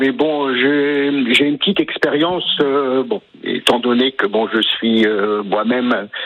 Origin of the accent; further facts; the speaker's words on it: Hauts-de-France, France; moved away; j'ai été licencié dans le Nord parce que je suis natif du Nord.